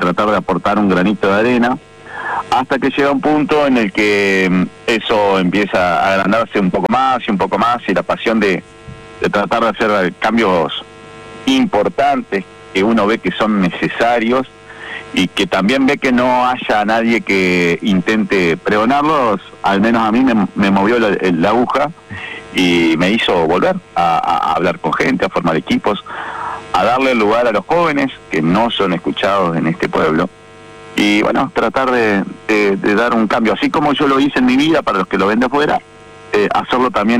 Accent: Entre Ríos, Argentina; moved away as an adult; also born or lived in Villa Paranacito; now in Paraná, Argentina; ni siquiera soy del pueblo de Villa Paranacito, soy de una especie, si pensándolo como en Paraná, soy de un arroyo interno, el delta profundo del sur de la provincia de Entre Ríos, donde me crié, hice la escuela primaria, después vine al pueblo, a Paranacito, y la verdad que es un lugar que siempre está en mi corazón

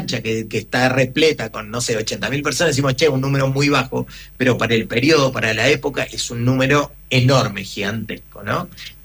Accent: Argentina; y nosotros como argentinos, como alumnos que hemos ido a la escuela y nos han enseñado de alguna manera la gesta libertadora

